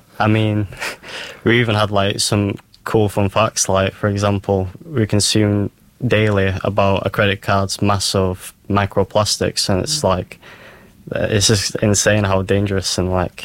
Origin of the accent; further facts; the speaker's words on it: United Kingdom; born there; also born or lived in Lithuania; I was born in the UK.